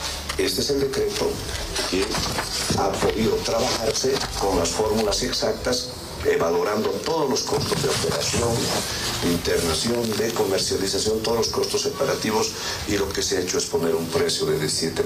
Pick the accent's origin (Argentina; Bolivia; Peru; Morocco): Bolivia; Carabuco, La Paz; por el lado de mi pueblo, por decir, por el lado de la provincia de Camacho, tal vez la provincia más suya, pasando a Chacachi, pasando Ancoraimes, llegando a Carabuco, que es el lugar de mi pueblo, de mi comunidad.